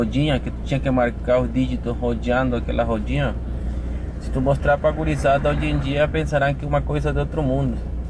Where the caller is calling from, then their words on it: Caxias do Sul, Rio Grande do Sul, Brazil; accent: Spanish; Portuguese is a second language; em Caxias do Sul.